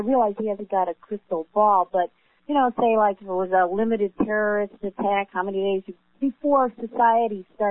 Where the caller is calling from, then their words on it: Chicago, Illinois, United States; I'm calling from Chicago, the western suburbs, about 5 miles from O'Hare Airport.